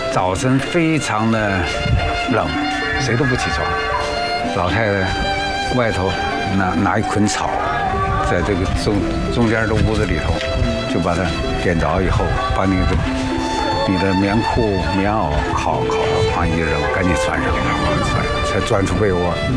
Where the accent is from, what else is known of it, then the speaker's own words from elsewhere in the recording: Fujin, Heilongjiang, China; 我们家乡